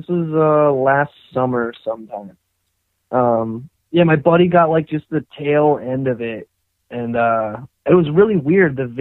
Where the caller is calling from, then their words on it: Maryland, United States; Oh, I'm from old Maryland.